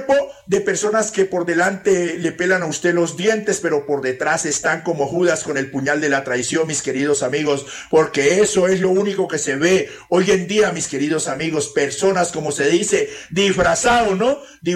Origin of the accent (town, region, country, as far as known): Putumayo, Colombia